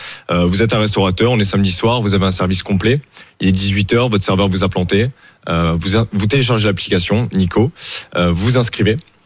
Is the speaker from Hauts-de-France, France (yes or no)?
no; Argelès-sur-Mer, Occitanie, France; Moi, je viens du coup d'Argelès-sur-Mer.